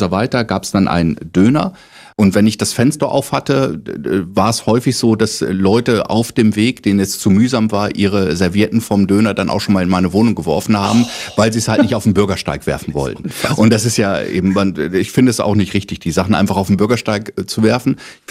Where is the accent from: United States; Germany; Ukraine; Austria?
Germany; Lower Saxony; Und dann habe ich als Niedersachse, der ja eigentlich ein fast perfektes Hochdeutsch spricht